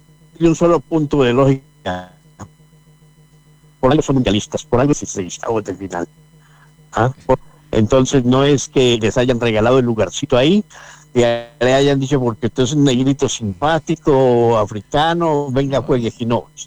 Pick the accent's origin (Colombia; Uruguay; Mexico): Colombia; now in Bolivia; Yo sí, yo soy colombiano y solamente llevo 46 años viviendo en Bolivia.